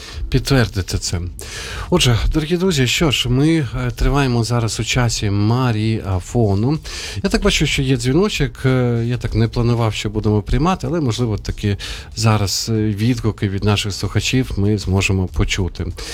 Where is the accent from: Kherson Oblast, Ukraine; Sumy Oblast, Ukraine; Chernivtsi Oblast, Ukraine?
Sumy Oblast, Ukraine; Sumy; now in Kyiv, Ukraine; Аніна рідне місто, моє рідне місто, Запоріжжя і Суми